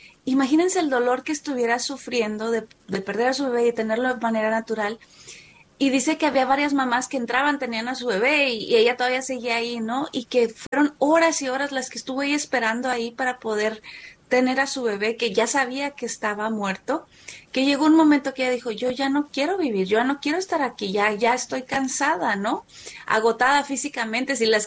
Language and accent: Spanish; Mexico City, Mexico; born there; yo me acuerdo que como mexicana, pues muchos tenemos el amor a la Virgen de Guadalupe, ¿verdad? Pero personalmente yo les puedo compartir este testimonio que sí, aunque yo pues nací en la Ciudad de México